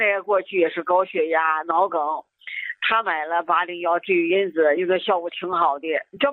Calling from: Baoding, Hebei, China; 哎，我是河北保定这儿的。

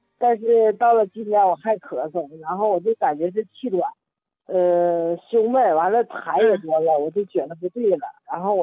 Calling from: Jilin, China; 我家是吉林的，我今年我61了。

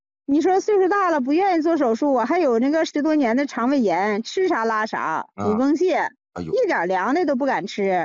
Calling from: Jilin, China; 我是吉林的。

